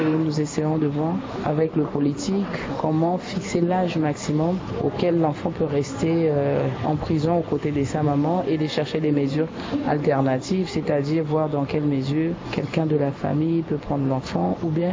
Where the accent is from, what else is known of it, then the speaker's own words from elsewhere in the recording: Central African Republic; ici, pour chez nous, en République centrafricaine